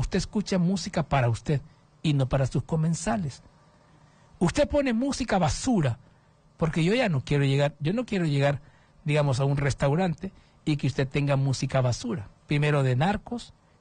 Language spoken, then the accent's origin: Spanish; Honduras; es necesario que nosotros hagamos esta situación como hondureños, como personas que tengamos conciencia